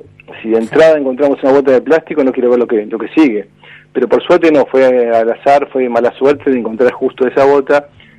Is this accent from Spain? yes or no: no; Bariloche, Río Negro, Argentina; also born or lived in Buenos Aires; now in Puerto Madryn, Argentina; yo soy mudado acá, vine hace 11 años a vivir. Ajá. Yo soy de Bariloche, estudié en Buenos Aires.